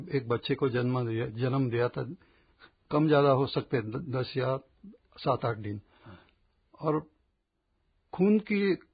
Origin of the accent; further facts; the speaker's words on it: Pune, Maharashtra, India; now in Murud, India; मैं पहले पूना से रहने वाला हूँ। मेरा शिक्षण भी पूना में हुआ, व्यवसाय की वजह से मैं मुरुड में आया था।